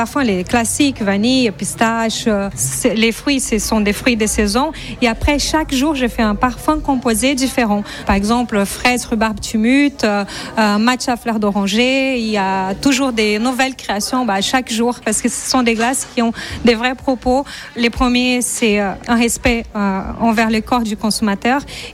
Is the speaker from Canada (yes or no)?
no; Brazil; now in Paris, France; Je suis brésilienne d'origine, donc ça, c'est dans la veine, quoi, le foot.